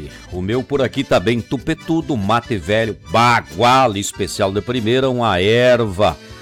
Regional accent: Rio Grande do Sul, Brazil; nós que moramos aqui no Rio Grande. Nós que somos gaúchos de fato

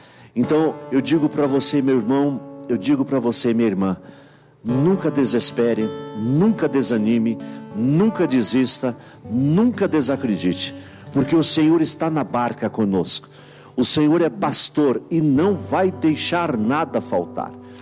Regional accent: Salvador, Bahia, Brazil; born there; moved away; E eu sou soteropolitano

